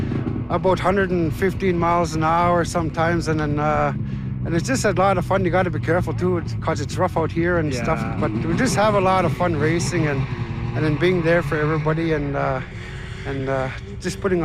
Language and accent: English; Kugluktuk, Nunavut, Canada; now in Cambridge Bay, Canada; I'm originally from Kuluktuk.